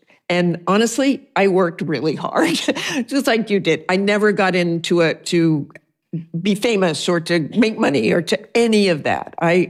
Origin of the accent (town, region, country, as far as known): Salt Lake City, Utah, United States; born or raised there